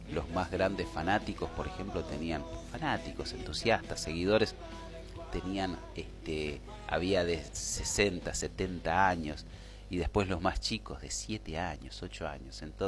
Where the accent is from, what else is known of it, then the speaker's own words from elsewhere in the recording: Argentina; somos argentinos.